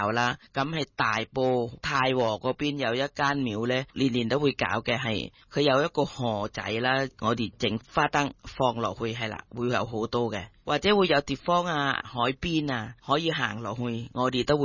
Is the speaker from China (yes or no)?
no; Thailand; Cantonese is a second language; now in Hong Kong; 咁我哋系泰国人啦，但系我哋系香港得几耐下啦。